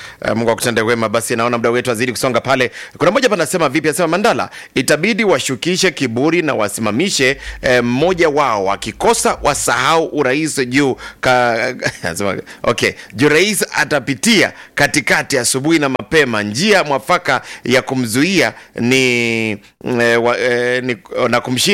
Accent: Kenya; Sote tu wa Kenya

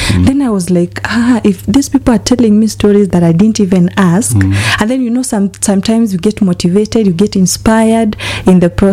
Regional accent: Bomet County, Kenya; also born or lived in Western / Samburu; I didn't really grow up in Western, but I've spent significant years in Western, but I was raised in places near the Rift Valley, Bomet.

